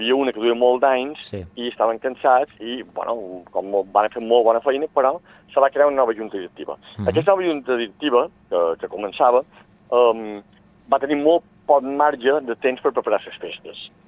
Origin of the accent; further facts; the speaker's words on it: Balearic Islands, Spain; som veïnat de Vinyaraix